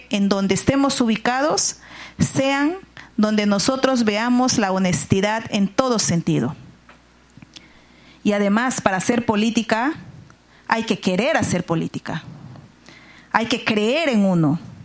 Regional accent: San Martín, Peru; Yo tengo 51 años, de la que me siento sumamente orgullosa. He estado en política, como decimos en mi pueblo, desde muy huambra, porque yo vengo de la región San Martín, zona selva

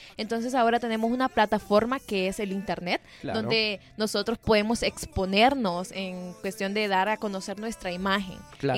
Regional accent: Honduras; normalmente nosotros como hondureños, aquellas personas que son artistas, es un obstáculo en cuestión de nuestra cultura

